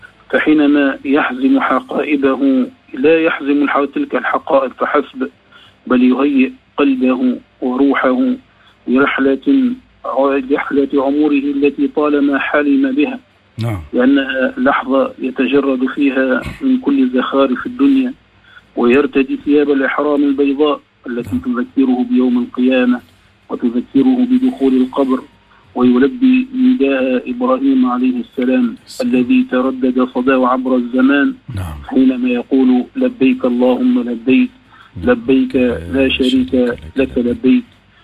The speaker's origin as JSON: {"language": "Arabic", "country": "Tunisia", "said": "بلدنا تونس،"}